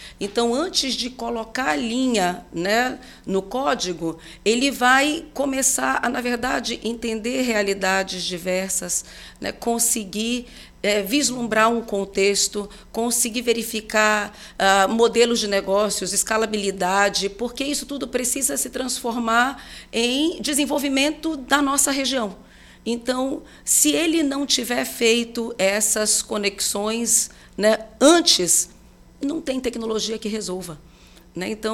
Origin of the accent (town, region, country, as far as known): Amazon, Brazil